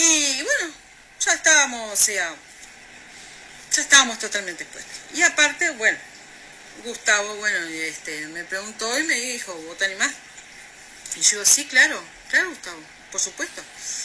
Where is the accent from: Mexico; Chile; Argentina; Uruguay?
Uruguay; También somos uruguayos